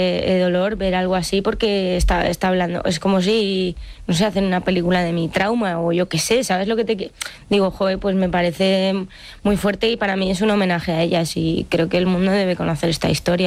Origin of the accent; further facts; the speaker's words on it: Madrid, Community of Madrid, Spain; viví una adolescencia en la que yo también que soy de Madrid y el feminismo pues en 2019-2018 era una locura